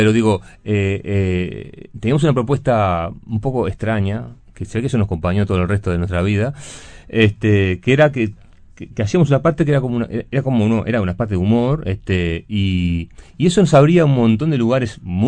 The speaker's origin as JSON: {"language": "Spanish", "region": "Montevideo", "country": "Uruguay", "said": "somos todos de Montevideo, pero nos conocemos de La Paloma."}